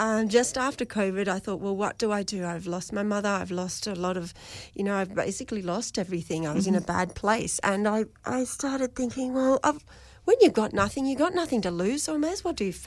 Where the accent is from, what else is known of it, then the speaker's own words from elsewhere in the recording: Melbourne, Victoria, Australia; I'm from Melbourne